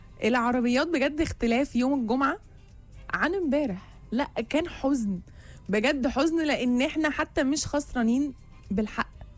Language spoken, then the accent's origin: Arabic; Egypt; واحنا كلنا بصراحة فخورين ان احنا مصريين